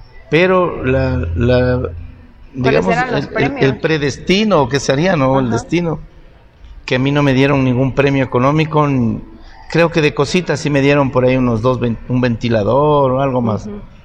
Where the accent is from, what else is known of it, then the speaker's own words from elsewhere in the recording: Ibarra, Imbabura, Ecuador; moved away; Bueno, sí, en realidad fue una gran aventura porque solo de mi pueblo Ibarra eran como 3 horas. De Ibarra a Quito eran como 12 horas. De Quito a Guayaquil eran como un día y una noche.